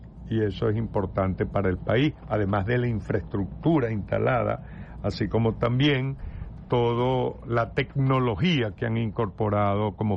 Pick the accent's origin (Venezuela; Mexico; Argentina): Venezuela; Guárico; Porque como somos llaneros, en mi casa se consumía mucha carne bovina.